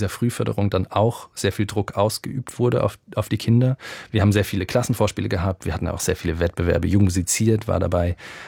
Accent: Alsfeld, Hesse, Germany; also born or lived in Berlin; Also ich bin in Berlin geboren, aber dann in der Kleinstadt Alsfeld groß geworden

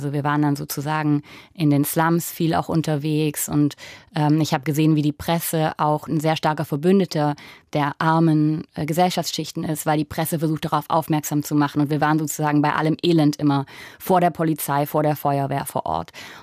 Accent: Erbach, Baden-Württemberg, Germany; moved away as an adult; also born or lived in Peru / New York; now in Asia; Ich bin damals aufgewachsen in Delmsing sogar. Das ist noch ein Vorort vor Erbach, also ein ganz kleines Dorf.

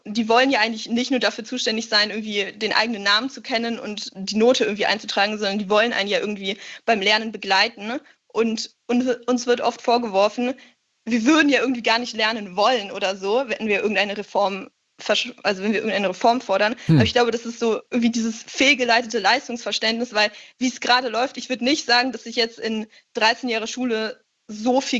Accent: Bavaria, Germany; Also ich als bayerische Schülerin kann sagen, das bayerische Bildungssystem ist nicht so toll

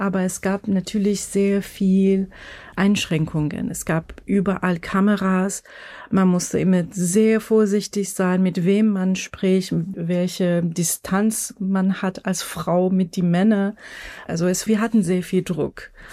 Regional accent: Iran; German is a second language; now in Germany; ich komme aus dem Iran und lebe jetzt gerade in Deutschland, und dass man mit mehrere Identität zu tun hat, dass man immer wieder an der Suche ist, eine Zugehörigkeit zu finden

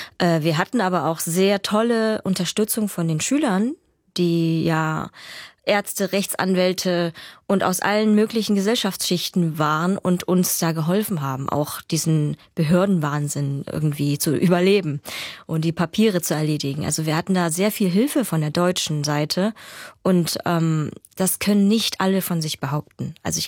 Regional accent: Chemnitz, Saxony, Germany; Da freue ich mich auch schon sehr drauf, weil das ja mein Heimatort ist und ein bisschen besonders natürlich auch, ne?

